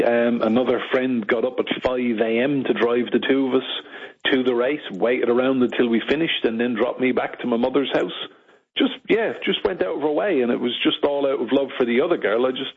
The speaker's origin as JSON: {"language": "English", "town": "Enniscorthy", "region": "Leinster", "country": "Ireland", "tie": "born or raised there", "said": "my hometown, Enniscorthy in County Wexford."}